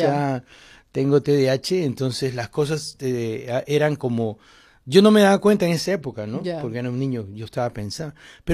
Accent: Lima, Peru; born or raised there

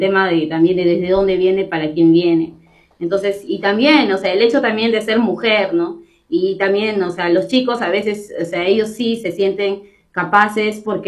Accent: Lima, Peru; Yo vengo de Huaycán, entonces como que aquí en mi comunidad también tenemos locales comunales

